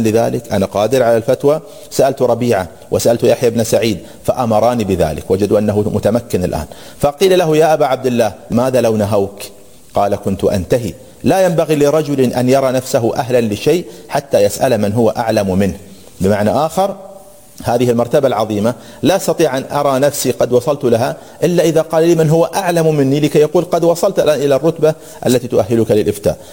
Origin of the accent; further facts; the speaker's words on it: Saudi Arabia; عندنا في السعودية